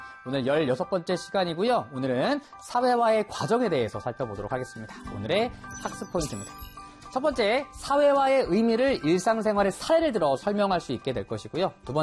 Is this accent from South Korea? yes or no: yes; South Korea; 빵을 먹을 수도 있고 뭐 스파게티 먹을 수도 있지만 우리는 한국에서 자라왔기 때문에 밥을 먹고 있다는 거죠.